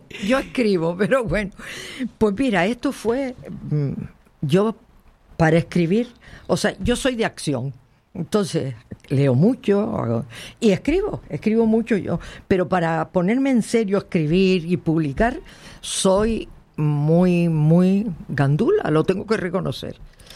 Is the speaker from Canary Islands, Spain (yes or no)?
yes; Las Palmas, Canary Islands, Spain; also born or lived in Santa Brígida; yo por ejemplo nací en Las Palmas, pero mis padres se pasaban 6 meses en Las Palmas y 6 meses en el Monte Lentiscal, en Santa Brígida.